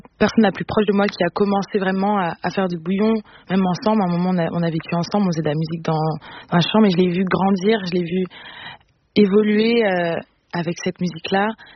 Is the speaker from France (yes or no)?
yes; Guadeloupe, France; quand j'allais aux Antilles, en Guadeloupe notamment, parce que je suis guadeloupéenne.